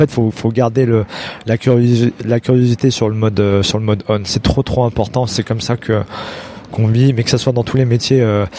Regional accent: Lyon, Auvergne-Rhône-Alpes, France

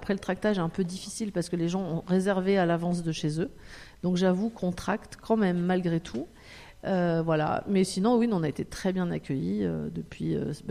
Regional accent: Valence, Auvergne-Rhône-Alpes, France; moi, je viens de Valence.

